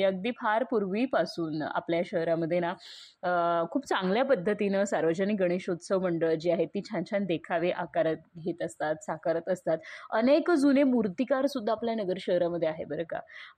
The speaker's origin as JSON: {"language": "Marathi", "town": "Ahmednagar", "region": "Maharashtra", "country": "India", "tie": "born or raised there", "said": "मी मूळची नगरचीच आहे आणि नगरमध्येच माझं बालपण गेलेलं आहे, माझं शिक्षणही नगरमध्येच झालेलं आहे, माझी कर्मभूमी जन्मभूमी ही नगरच आहे."}